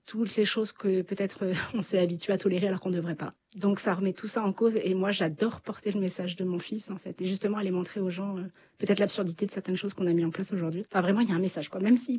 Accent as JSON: {"language": "French", "town": "Chambord", "region": "Centre-Val de Loire", "country": "France", "tie": "born or raised there", "said": "Et moi, je suis originaire de Chambord à la base."}